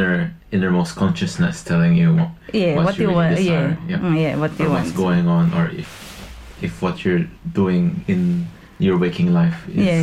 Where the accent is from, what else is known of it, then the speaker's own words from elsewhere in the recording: Australia; especially as Australian